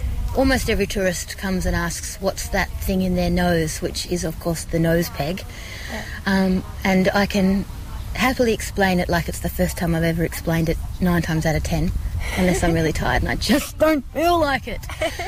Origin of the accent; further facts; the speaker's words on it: Tasmania, Australia; Oh, because I'm from Tassie, yeah.